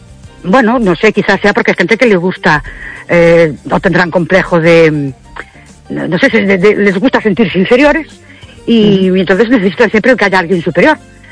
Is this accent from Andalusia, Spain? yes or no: no; Ourense, Galicia, Spain; Buenas noches … de Ourense.